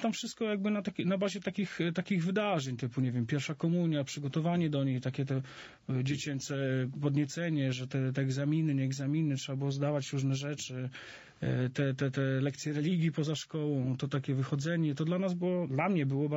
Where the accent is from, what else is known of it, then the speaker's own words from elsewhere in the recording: northern Poland, Poland; Ja pochodzę z małej miejscowości, takiej 30-tysięcznej miejscowości na północy Polski.